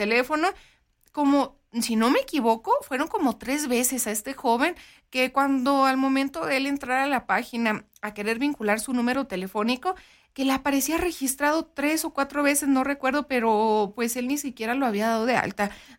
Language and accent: Spanish; Mexico; born there; que yo soy mexicana, pues nacida aquí en México